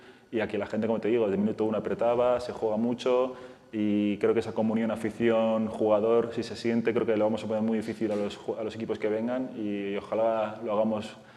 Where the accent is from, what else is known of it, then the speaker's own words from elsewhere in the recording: Bilbao, Basque Country, Spain; Yo cuando era pequeño, yo soy de Bilbao y mi portero referente en aquel momento cuando yo jugaba